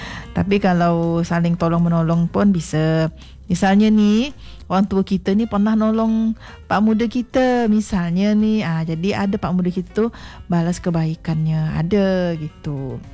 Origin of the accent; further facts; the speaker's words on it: Sambas, West Kalimantan, Indonesia; kalau kita orang Sambas nih, nah biasanya ada bubur padas ya, bubur padas, wah nikmat.